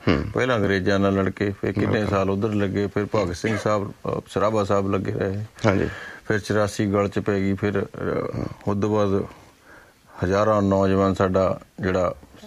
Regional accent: Punjab, India; ਅਸੀਂ ਪੰਜਾਬੀ ਹਾਂ, ਪੰਜਾਬ ਦੀ ਗੱਲ ਕਰਾਂਗੇ, ਸਾਨੂੰ ਤਾਂ ਖੇਤਾਂ ਦਾ, ਆਪਦੇ ਮਜ਼ਦੂਰਾਂ ਦਾ ਪਿਆਰ ਹੈ

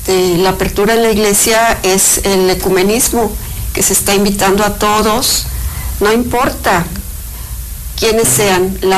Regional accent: Mexico; es nuestra solidaridad como mexicanos para manifestarles que estamos con ellos

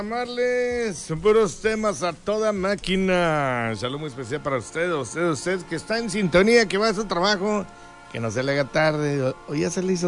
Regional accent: Palau, Coahuila, Mexico; born there; moved away; Me acuerdo de mi pueblo querido en Palau, Coahuila

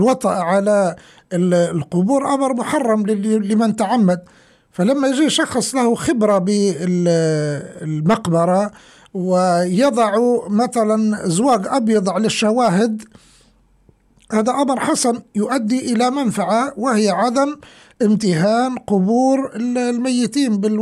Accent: Libya; accent: Libyan; والله واحد جايب سطل بغلي بلهجتنا الليبية يعني دلو من الاسمنت

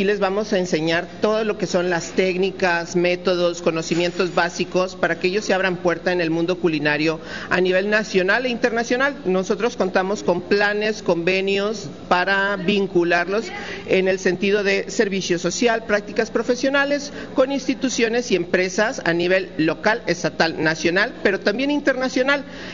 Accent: Mexico; Somos mexicanos

